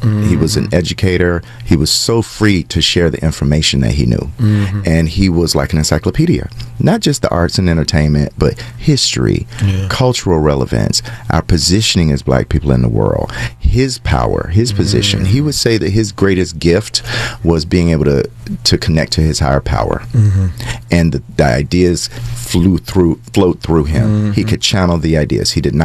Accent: Atlanta, Georgia, United States; I'm from Atlanta, Georgia.

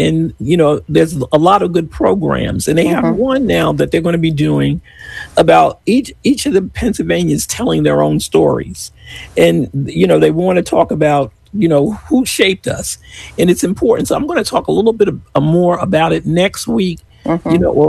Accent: New York City, New York, United States; I'm from Brooklyn.

